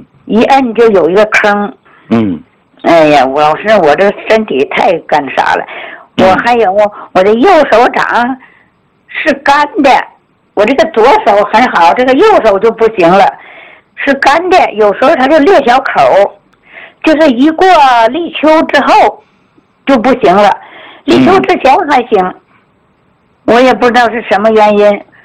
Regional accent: Hebei, China; born there; now in Hegang, China; 我生在河北，我姐姐她先到这个黑龙江鹤岗的

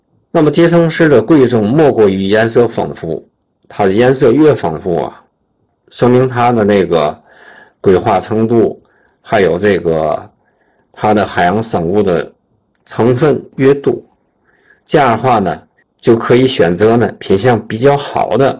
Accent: Tianjin, China; 作为咱们天津人

